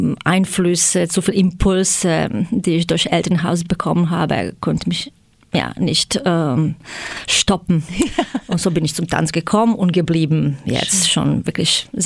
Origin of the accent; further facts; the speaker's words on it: Zagreb, City of Zagreb, Croatia; German is a second language; moved away as an adult; now in Germany; Okay, ich komme aus Kroatien, in Zagreb geboren. Und ja, hier zugezogen in August, vor einem Monat jetzt.